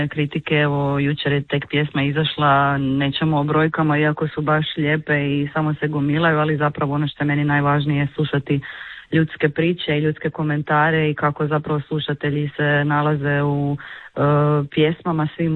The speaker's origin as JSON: {"language": "Croatian", "town": "Đurđevac", "region": "Koprivnica-Križevci County", "country": "Croatia", "moved": "yes", "lives_now": "Zagreb, Croatia", "said": "dolazim inače originalno iz Đurđevca, odnosno sa sjevera, to je Podravina, ali sam dugi niz godina, nećemo reći koliko, već u Zagrebu."}